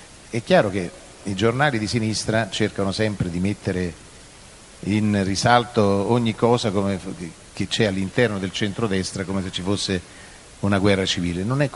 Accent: Rome, Lazio, Italy; Sì, siamo romani

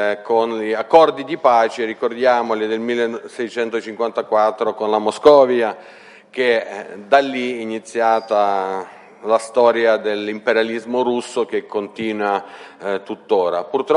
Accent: Ukraine; now in Italy; sono ucraino

